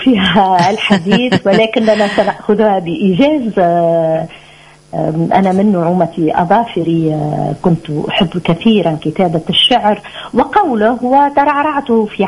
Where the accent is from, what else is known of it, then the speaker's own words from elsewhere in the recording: Libya; now in Tunisia; من ليبيا، ولدت في ليبيا، ترعرعت من عائلة ليبية، الوالدة من تونس،